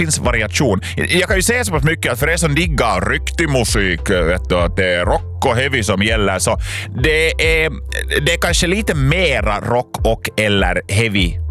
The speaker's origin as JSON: {"language": "Swedish", "country": "Finland", "accent": "Finland Swedish", "said": "min finlandssvenska mun"}